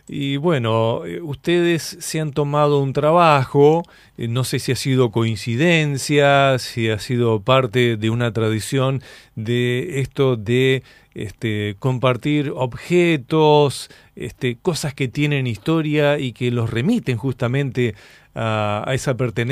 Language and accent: Spanish; Buenos Aires, Argentina; born there; Yo soy nacido en Buenos Aires